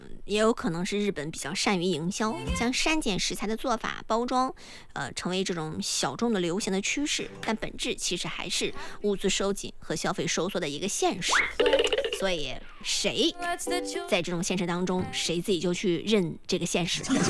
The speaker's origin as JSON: {"language": "Chinese", "country": "China", "said": "作为中国人的这种骄傲。"}